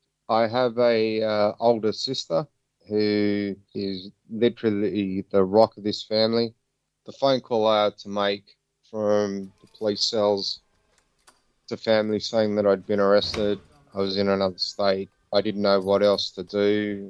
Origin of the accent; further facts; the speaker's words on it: Sydney, New South Wales, Australia; I was born in Sydney, Australia. Yeah, the inner west of Sydney is where I'm born and raised, and have a lot of strong connections with the people and the community. It's been my home for the last 41 years.